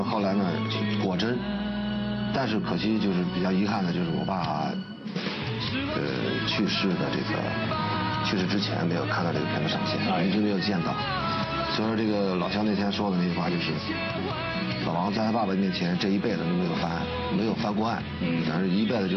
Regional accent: Shandong, China; accent: Shandong dialect; 我们山东话

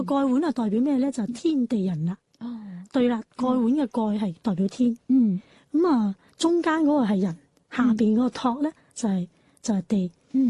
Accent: Guangdong, China; 对，所以你话我哋而家即系广东人啊，我哋叫做广府人啊嘛。我岭南人、广府人，广府文化不但止喺广东本地，仲要全国开花。

